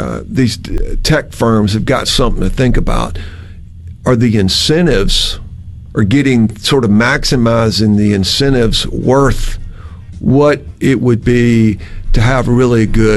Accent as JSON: {"language": "English", "region": "Mississippi", "country": "United States", "said": "I mean, look, I'm from Yazoo"}